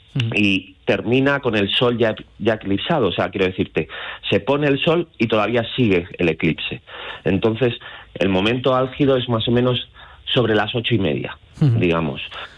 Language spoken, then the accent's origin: Spanish; Community of Madrid, Spain; now in Alcalá del Júcar, Spain; soy un madrileño que viene a Castilla-La Mancha